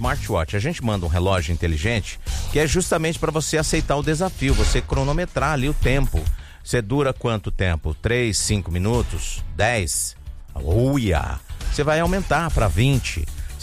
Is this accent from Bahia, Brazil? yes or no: no; Paraná, Brazil; Não, sou paranaense.